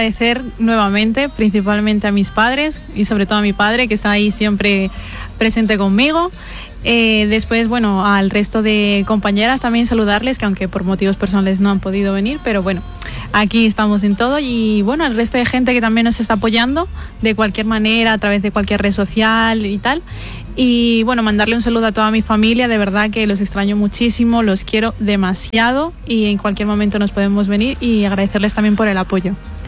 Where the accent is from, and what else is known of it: Ibarra, Imbabura, Ecuador